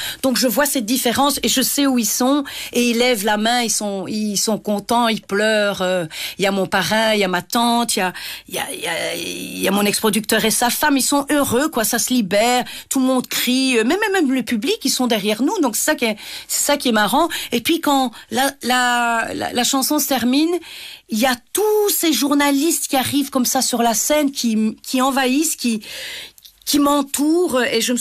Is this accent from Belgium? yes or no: yes; Liège, Wallonia, Belgium; on vient de Liège, on est dans une petite ville, mes parents sont avec nous